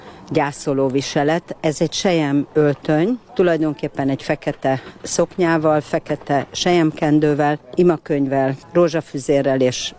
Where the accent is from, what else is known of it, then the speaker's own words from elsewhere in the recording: Budapest, Hungary; Rákoskeresztúrról jöttem.